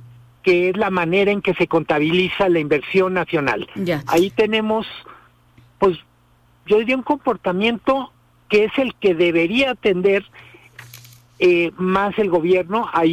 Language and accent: Spanish; Mexico